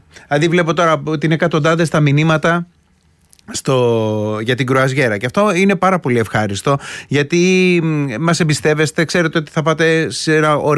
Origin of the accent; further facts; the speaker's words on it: Attica, Greece; γιατί εγώ είμαι και λίγο από τα Μεσόγεια και ξέρετε κάτι, όταν μπαίνω σε ένα σπίτι και πάω και ένα γλυκό, θέλω να με κεράσω και κάτι.